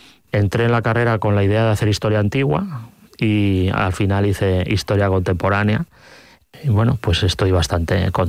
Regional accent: Castilla-La Mancha, Spain; moved away as an adult; also born or lived in Madrid; A mí me habría tocado seguramente estudiar en Ciudad Real.

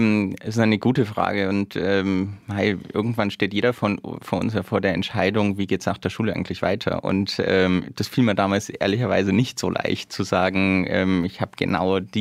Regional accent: Bavaria, Germany; moved away as an adult; also born or lived in Bremen; bin eigentlich gebürtiger Bayer, komme aus der Nähe von Ingolstadt und wollte damals einfach einmal raus aus der Heimat.

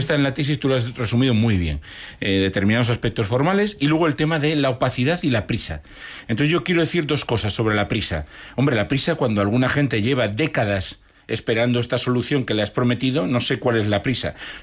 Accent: Galicia, Spain; Oiga, yo soy gallego. Soy hijo de gallegos, soy nieto de gallegos

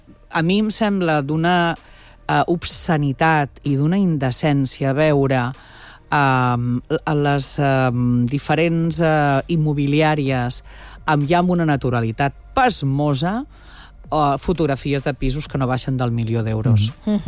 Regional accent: Barcelona, Catalonia, Spain; El meu barri, que cada vegada quedem menys barcelonins

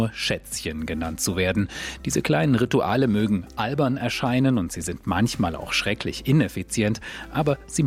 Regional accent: Germany; now in United States; Als Deutscher in den USA gefällt es mir inzwischen, auf der Führerscheinstelle beim Vornamen angesprochen und von der Busfahrerin einfach nur Schätzchen genannt zu werden.

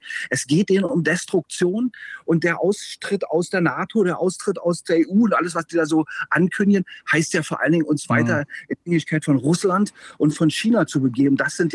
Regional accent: Berlin, Germany; ich bin Ostdeutscher, ja, ich bin Ostberliner. Man hört mir das vielleicht sogar auch an, obwohl ich übrigens seit 16 Jahren einen Zweitwohnsitz in Oberfranken habe.

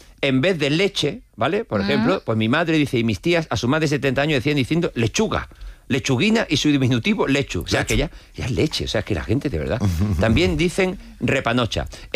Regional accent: Los Navalucillos, Castilla-La Mancha, Spain; De mi pueblo, decía, los navalucillos en Toledo son más bien insultos

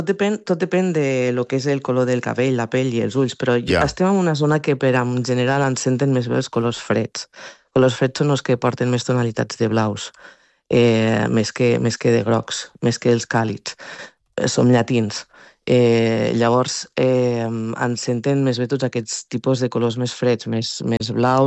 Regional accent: Mollerussa, Catalonia, Spain

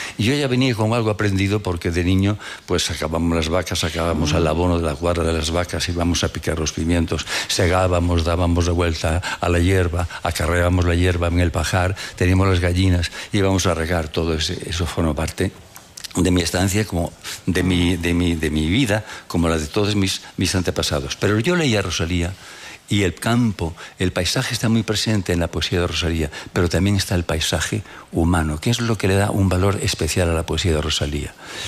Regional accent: El Bierzo, Castile and León, Spain; born there; moved away; yo soy enamorado de Castilla, pero a mí, amigo, El Bierzo, el río Sil, donde aprendiste a nadar, aquel clima, aquellas nieblas y aquellos montes de Ferradillo, las Medras, todo eso está grabado en tus entrañas

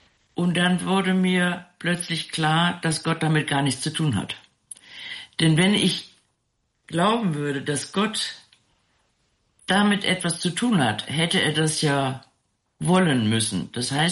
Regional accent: Rhineland, Germany; ich bin im Rheinland aufgewachsen, im katholischen Rheinland, und meine ältesten Freundinnen und Freunde waren alle katholisch.

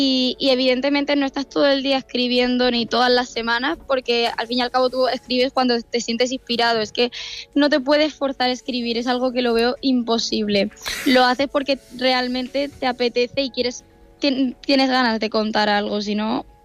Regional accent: Murcia, Region of Murcia, Spain; De Murcia capital, exactamente. De centro. De hecho, cuando me confunden con el acento, digo, no puede ser, si es súper reconocible.

